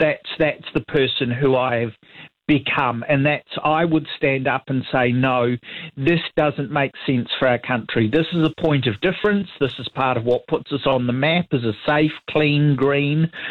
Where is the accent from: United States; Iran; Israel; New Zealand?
New Zealand; from my point of view as a New Zealander, as a fifth or sixth generation New Zealander, this is what I've grown up with.